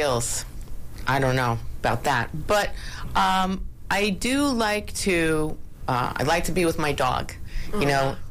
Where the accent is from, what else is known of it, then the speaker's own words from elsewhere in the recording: Massapequa, New York, United States; moved away as an adult; also born or lived in Bronx, New York / Manhattan, New York; now in Manhasset, United States; I grew up in Massapequa. I was born in the Bronx, and my father had a law partner who said, hey, people are moving out to Massapequa. So we moved there when I was two